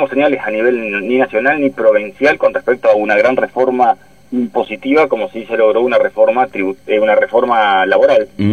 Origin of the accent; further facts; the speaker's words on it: Argentina; Aguantamos todos los argentinos con nuestros impuestos.